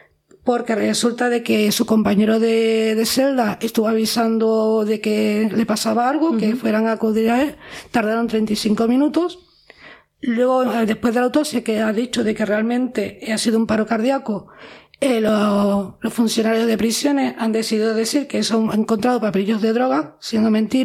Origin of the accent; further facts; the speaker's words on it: Granada, Andalusia, Spain; lo primero que me gusta decir es que soy de aquí de Granada, ¿no?